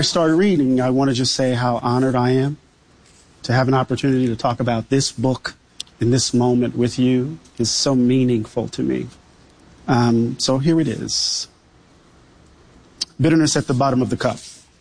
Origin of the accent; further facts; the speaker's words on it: Mississippi, United States; Maybe it's because I'm from Mississippi.